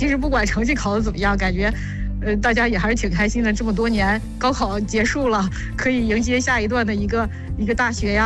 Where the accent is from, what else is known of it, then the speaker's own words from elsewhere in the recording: Shijiazhuang, Hebei, China; 哦，我就是石家庄的。